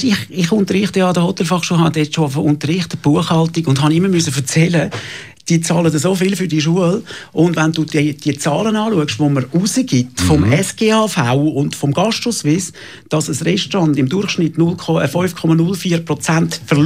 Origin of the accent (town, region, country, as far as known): Zurich, Switzerland